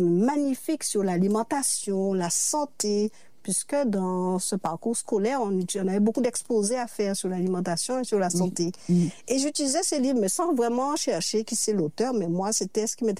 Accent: Saint-François, Guadeloupe; born there; moved away as an adult; also born or lived in Saint-Martin; on est né à Saint-François, tout le monde nous connaît.

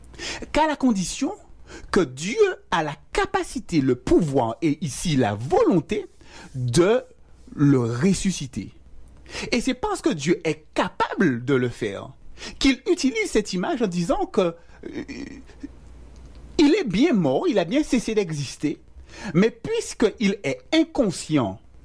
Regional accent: Guadeloupe; même en tant que Guadeloupéen, on est français, donc de culture occidentale.

